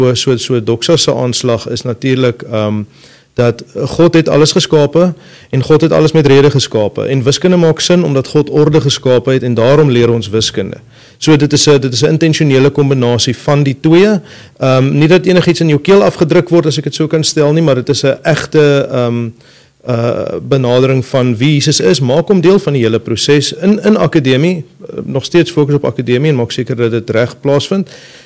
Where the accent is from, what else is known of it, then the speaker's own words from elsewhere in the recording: Western Cape, South Africa; now in Hartenbos, South Africa; En daar waar ek vandaan kom, Parel Wellington area